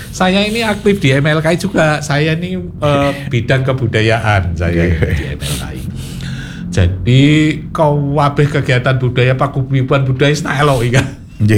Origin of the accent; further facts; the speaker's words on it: Indonesia; Tapi sekarang ini karena kita wong Jawa. Wong Jawa identik dengan wong Solo. Nah, wong Jawa ini identik dengan Solo.